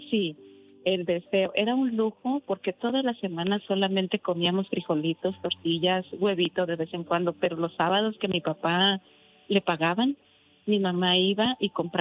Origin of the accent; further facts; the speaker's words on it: Durango, Mexico; now in Washington, United States; yo regresé a Durango hace 10 años, fui a Durango, a mi tierra